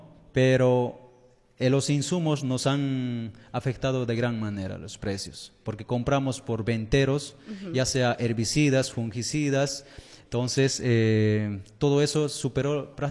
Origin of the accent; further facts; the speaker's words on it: Bolivia; como bolivianos y bolivianas